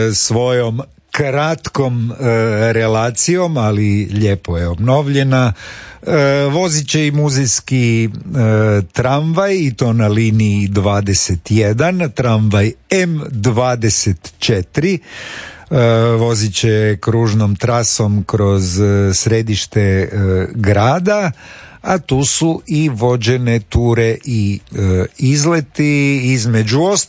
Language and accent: Croatian; Zagreb, City of Zagreb, Croatia; born there; mi koji smo rođeni u Zagrebu